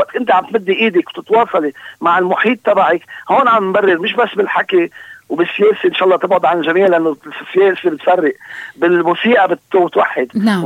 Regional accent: Lebanon

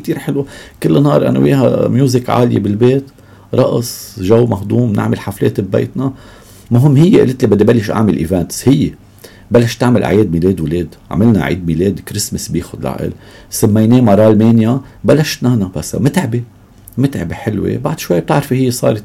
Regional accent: Beirut, Beirut Governorate, Lebanon; accent: Beiruti; ما يتضايقوا من لهجتي البيروتيه

